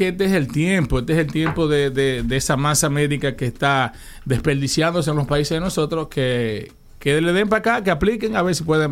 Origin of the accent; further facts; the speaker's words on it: Dominican Republic; Eso no somos los dominicanos.